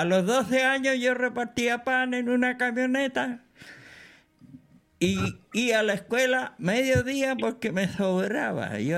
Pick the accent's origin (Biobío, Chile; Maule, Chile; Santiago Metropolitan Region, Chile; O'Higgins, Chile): Santiago Metropolitan Region, Chile; Isla de Maipo; Entonces yo ahí ya me vine a la isla de Maipo.